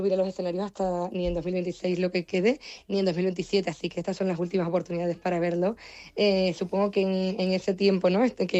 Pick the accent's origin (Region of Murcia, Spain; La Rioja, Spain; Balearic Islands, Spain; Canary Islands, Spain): Canary Islands, Spain; La Palma